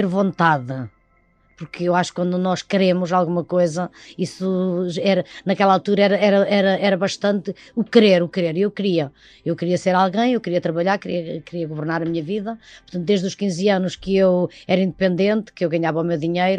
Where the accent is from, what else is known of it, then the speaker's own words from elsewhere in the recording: Macedo de Cavaleiros, Norte, Portugal; now in Lisbon, Portugal; Portanto, a minha aldeia já está a entrar mesmo em Macedo de Cavaleiros, eu vou ao cabeleireiro, eu vou ao supermercado, eu vou à peixaria